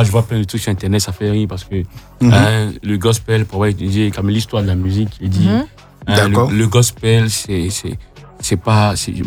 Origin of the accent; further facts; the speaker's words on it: Côte d’Ivoire; Je veux dire, nous, on est des Ivoiriens, on est des Africains.